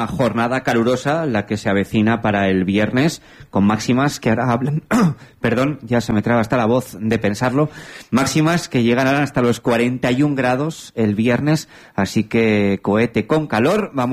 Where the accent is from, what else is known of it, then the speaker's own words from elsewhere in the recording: Spain; Yo también soy un chico de Griseras. Fui al cole, viví en aquel entorno durante toda mi infancia